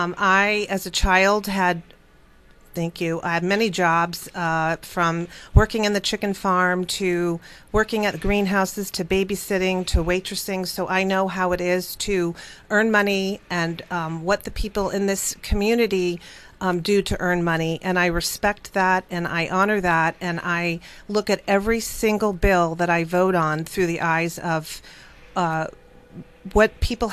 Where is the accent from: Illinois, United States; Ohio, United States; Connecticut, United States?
Connecticut, United States; Killingly; I grew up in Killingly. I've been here most of my life. I grew up, went to the schools here.